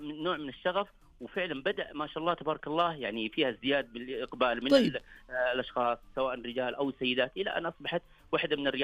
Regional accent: Taif, Makkah Province, Saudi Arabia; يعني إحنا مثلا زي عندنا في الطائف

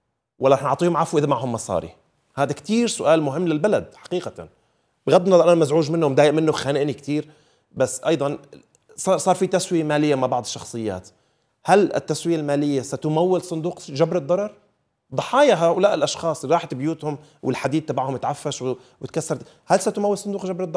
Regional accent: Syria; وحقيقة كسوريين عشنا بسوريا وبنعرف سوريا وحبسنا، أنا محبوس مرتين ومحاكم مرتين

